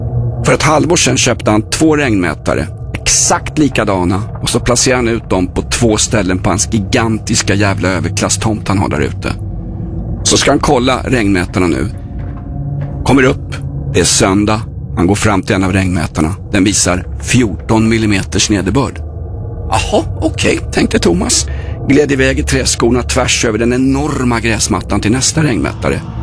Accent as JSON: {"language": "Swedish", "town": "Stockholm", "region": "Stockholm County", "country": "Sweden", "tie": "born or raised there", "said": "Jag växte upp i Vällingby där alla känner alla, tyvärr."}